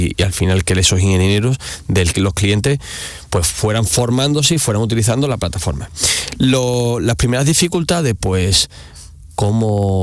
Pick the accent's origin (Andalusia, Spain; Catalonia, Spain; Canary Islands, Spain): Andalusia, Spain; El Puerto de Santa María; Mira, yo soy de Cádiz, ¿no? Uh-huh. Del pueblo Santa María.